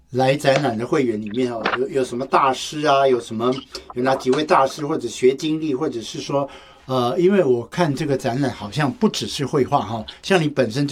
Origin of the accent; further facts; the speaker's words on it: Tainan, Taiwan; 因为我的老家在台南哦